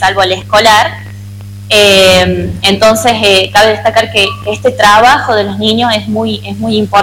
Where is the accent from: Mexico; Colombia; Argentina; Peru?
Argentina; La Rioja; esa cultura que llevamos nosotros como riojanos.